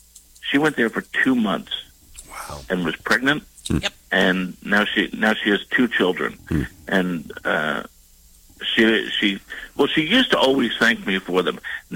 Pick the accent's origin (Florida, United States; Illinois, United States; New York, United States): New York, United States; growing up in New York